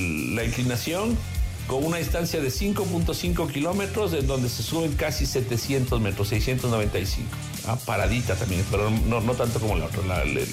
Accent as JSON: {"language": "Spanish", "country": "Ecuador", "said": "como ecuatorianos, se sientan tan orgullosos como me siento yo"}